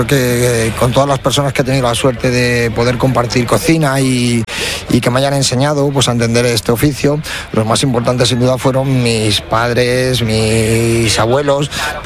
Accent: Mocejón, Castilla-La Mancha, Spain; also born or lived in Toledo; soy de Mocejón, bueno pues me he criado aquí, entre los pueblos de Toledo y Toledo, y es una ciudad pues que siento y que quiero

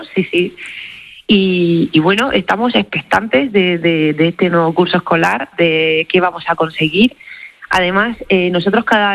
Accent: Cáceres, Extremadura, Spain; accent: Extremaduran; no sé si lo has notado por mi acento, pero soy extremeña, soy de Cáceres.

